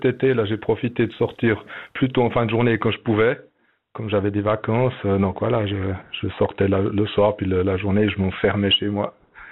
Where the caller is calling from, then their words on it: Yverdon-les-Bains, Vaud, Switzerland; je vous appelle d'Yverdon.